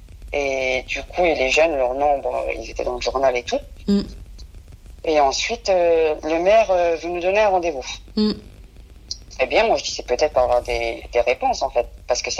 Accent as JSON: {"language": "French", "country": "France", "said": "vous savez que les voyageurs, on est français. On est même plus français que certains français qui vivent en France."}